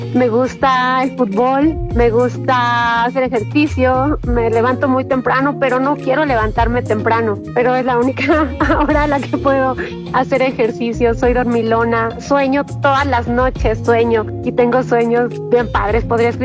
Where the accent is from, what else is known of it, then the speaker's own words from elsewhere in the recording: Ciudad Sahagún, Hidalgo, Mexico; estudié mercadotecnia en la UAC también. Soy de Ciudad Sahagún, una ciudad mágica, porque es la primera ciudad industrial nacida en México como ciudad industrial.